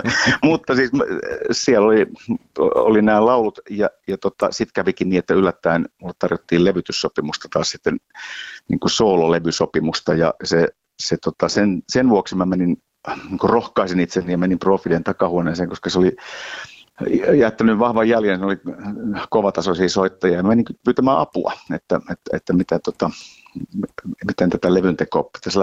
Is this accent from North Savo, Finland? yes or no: yes; Oravikoski, North Savo, Finland; mä kärsin itsekin siitä, että mä tulin niin kuin Oravikosken Kaivoskylältä tuommoiseen ammattilaisbändiin